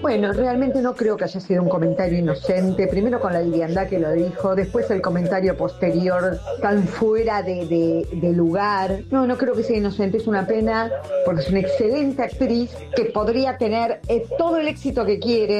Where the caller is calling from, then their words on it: Buenos Aires, Argentina; de Montecastro